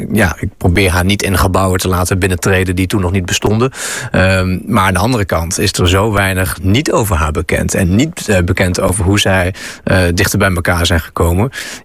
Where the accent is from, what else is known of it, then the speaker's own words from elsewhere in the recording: Bredevoort, Gelderland, Netherlands; Bredevoort, mijn geboortestad.